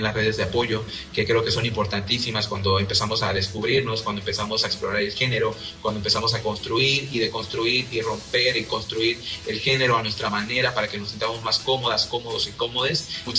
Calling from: Chetumal, Quintana Roo, Mexico; soy de Chetumal, Quintana Roo, soy una persona no binaria

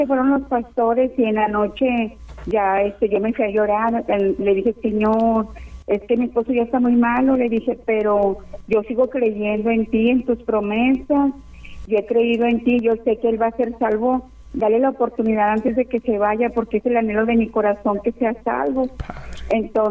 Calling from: Monterrey, Nuevo León, Mexico; De aquí de Monterrey.

